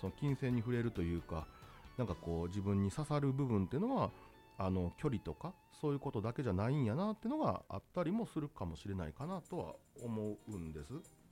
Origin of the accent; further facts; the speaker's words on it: Osaka, Japan; born there; 私は大阪の公立高校出身やったんで、